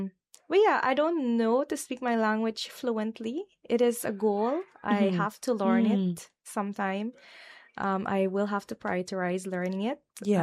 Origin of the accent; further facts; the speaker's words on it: Guyana; English is a second language; So when I first moved out of the village, I had my like village accent, you know, indigenous peoples. Many of us, our first language is not English. So you'd have to learn English through schooling, especially in the very hinterland communities like in Region 7 and Region 8.